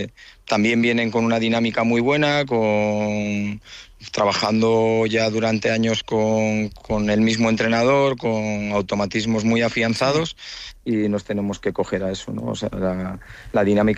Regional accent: Santander, Cantabria, Spain; la gente que somos de aquí, de Santander, que hemos mamado esto desde la base

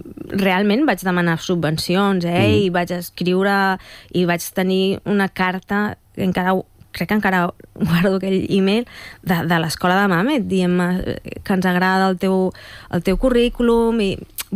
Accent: Manresa, Catalonia, Spain; de petita ja estava estudiant al Conservatori de Manresa, jo sóc de Manresa.

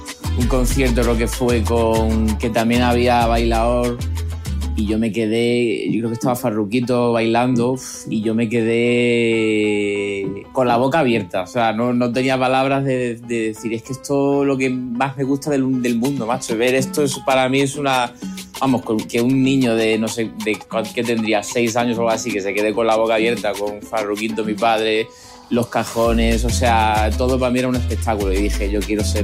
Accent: Madrid, Community of Madrid, Spain; soy un chaval como cualquier otro de Madrid, un chaval joven aquí de Madrid

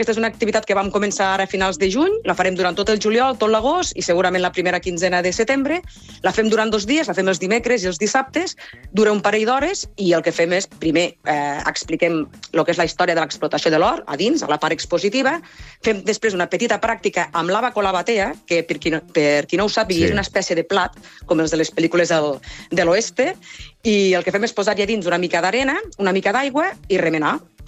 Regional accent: Catalonia, Spain; Bé, som el Far West català, no? Som de Ponent i, per tant, som el Far West de Catalunya.

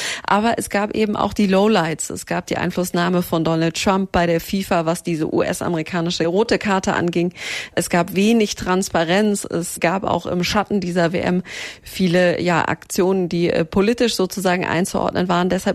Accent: Germany; wo kommst du denn her? Habe ich gesagt, aus Deutschland

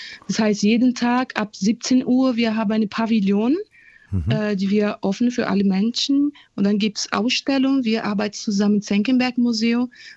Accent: Brazil; German is a second language; now in Germany; Ich komme aus Brasilien und was ich gesehen habe, war auf jeden Fall so eine Entwicklung von Gesellschaftsteilhabe.

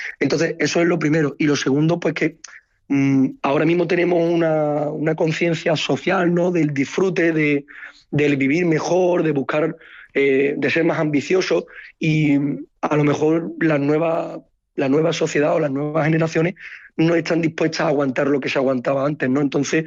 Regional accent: Cádiz, Andalusia, Spain; moved away as an adult; also born or lived in Seville / Montpellier / Paris; now in France; aunque soy realmente de Cádiz, hago mis estudios en Sevilla, y yo decido emigrar. Yo voy a Montpellier, después he estado en París, incluso he estado en las islas del Caribe, que también son islas francesas

